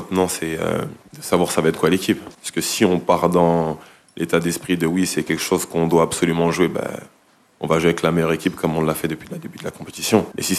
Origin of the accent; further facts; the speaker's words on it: France; je pense qu'on a un devoir en tant que Français, en tant que joueur de l'équipe de France.